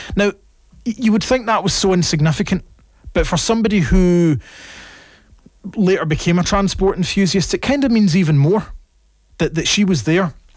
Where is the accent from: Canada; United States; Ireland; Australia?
Ireland; accept this is who we are as the Irish